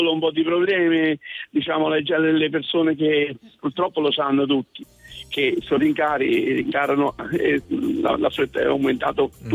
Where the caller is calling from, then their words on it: Florence, Tuscany, Italy; Io da Firenze